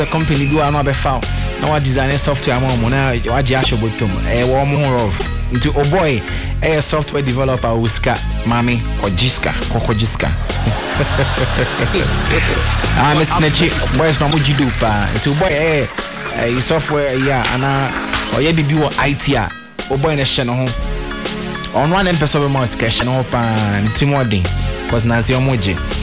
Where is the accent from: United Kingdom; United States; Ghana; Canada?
Ghana; Volta; But you are also chilling in my hometown. That's my favorite part in Ghana, you know. You are in the Volta region. You are chilling in my hometown.